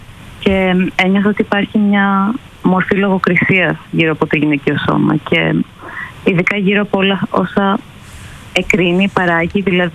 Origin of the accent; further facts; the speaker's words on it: Greece; now in London, United Kingdom; Εγώ είμαι Ελληνίδα, αλλά μένω στο Λονδίνο.